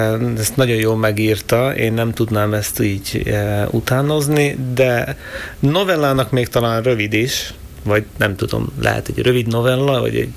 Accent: Šamorín, Trnava Region, Slovakia; Én 40 éve élek ebben a házban. Közben éltem külföldön is, utazgattam sokat, úgyhogy de most így stabilan 40 éve vagyok ide bejelentve

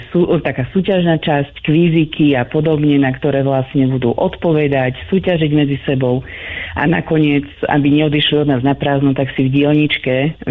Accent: Spiš, Slovakia; u nás na Spiši malo veľkú váhu a naozaj bolo veľmi rozšírené aj včelárstvo a vlastne salašníctvo alebo to pastierstvo.

